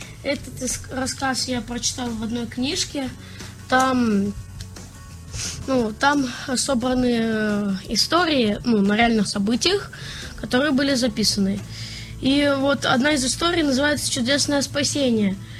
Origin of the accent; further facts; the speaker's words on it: Kohtla-Järve, Ida-Viru County, Estonia; also born or lived in Narva; мне 10 лет, я из Эстонии, из города Кохлоярве.